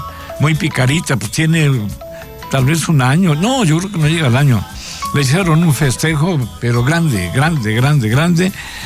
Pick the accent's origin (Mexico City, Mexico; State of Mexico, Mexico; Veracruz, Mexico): Veracruz, Mexico; Naolinco de Victoria; moved away; de allá, de mi tierra, de Naolinco, de Victoria, Veracruz.